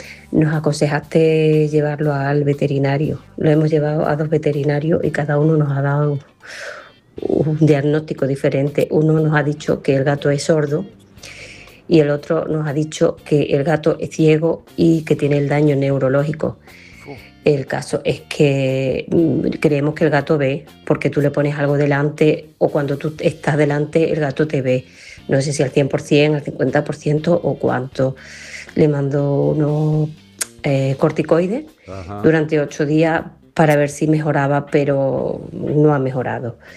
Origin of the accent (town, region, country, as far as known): Fuerteventura, Canary Islands, Spain